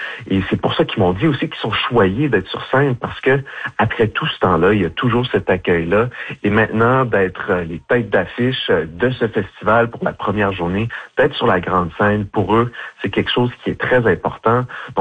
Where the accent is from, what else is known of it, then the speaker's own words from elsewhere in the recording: Havre-Saint-Pierre, Quebec, Canada; moved away; moi, j'ai grandi en partout à Saint-Pierre. Je suis allé à l'école là-bas